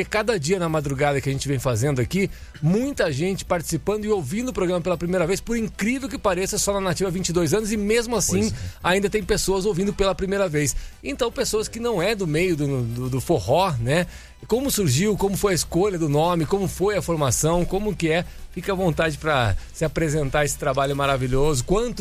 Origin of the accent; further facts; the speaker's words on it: São Paulo, Brazil; ainda mais que eu vim do interior de São Paulo